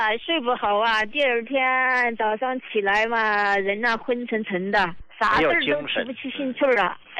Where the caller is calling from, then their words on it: Chongqing, China; 我是重庆这边的患者，我也是你们的老用户了呀。